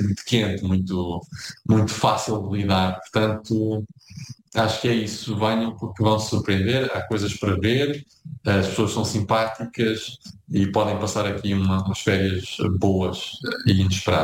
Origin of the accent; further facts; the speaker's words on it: Portugal; now in Serbia; Portanto, dizer que somos portugueses nesta região é uma porta aberta